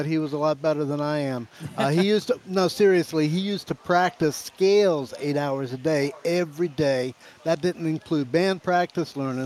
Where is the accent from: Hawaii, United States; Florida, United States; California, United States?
Florida, United States; Miami; moved away as an adult; now in Wheeling, United States; Well, I grew up in Miami.